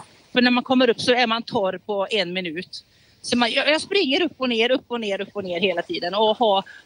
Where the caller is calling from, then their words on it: Sweden; som svensk